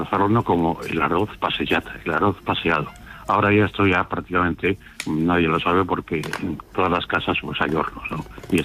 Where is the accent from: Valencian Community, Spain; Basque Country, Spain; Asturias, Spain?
Valencian Community, Spain; Porque yo soy valenciano también